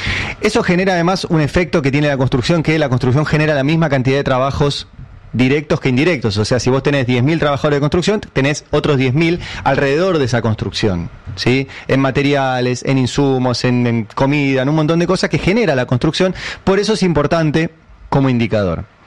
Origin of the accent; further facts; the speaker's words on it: Catalonia, Spain; now in Argentina; Para mí, ya que soy catalán y consultor político, hablemos de los super ricos y hablemos de que se puede generar riqueza en la Argentina